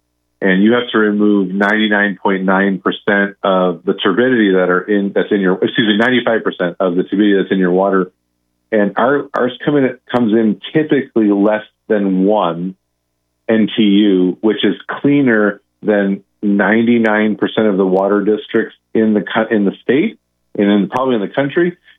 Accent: California, United States; I say I'm from Southern California

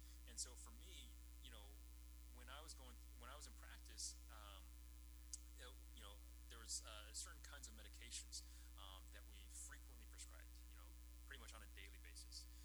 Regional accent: Texas, United States; I was born and raised in Texas

